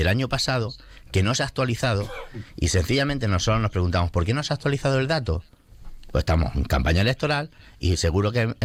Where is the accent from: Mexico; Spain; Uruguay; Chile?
Spain; Terque, Andalusia; Por eso no me voy de mi pueblo